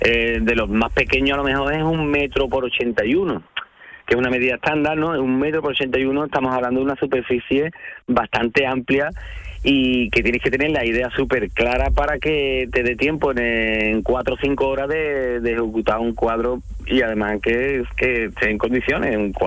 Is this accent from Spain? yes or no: yes; Écija, Andalusia, Spain; yo soy de Écija, ¿no?